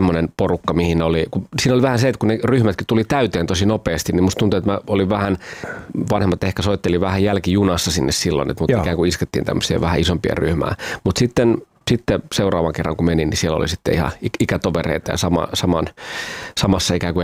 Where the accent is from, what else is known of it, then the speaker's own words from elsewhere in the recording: Pori, Satakunta, Finland; born there; also born or lived in Kuorevesi, Finland; me muutettiin tosiaan silloin sieltä Kuorvedeltä Poriin ja mä aloitin tokaluokan siellä